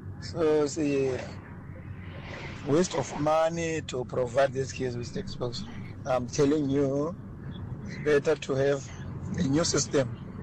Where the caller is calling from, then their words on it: Langa, Western Cape, South Africa; Good afternoon. … from Langa.